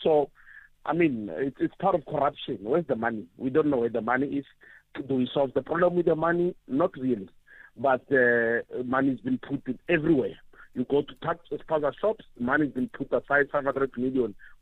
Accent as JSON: {"language": "English", "country": "South Africa", "said": "we are South African"}